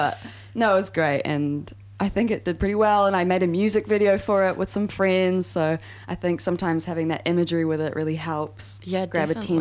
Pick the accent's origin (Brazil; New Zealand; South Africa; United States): New Zealand; Whangarei, Northland; I'm from Nungaroo, Whangarei